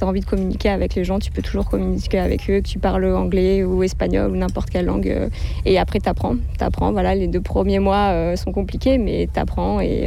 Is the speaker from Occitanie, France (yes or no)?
yes; Montpellier, Occitanie, France; moved away as an adult; Donc je suis de Montpellier à la base, mais c'est vrai que je me voyais pas rester à Montpellier.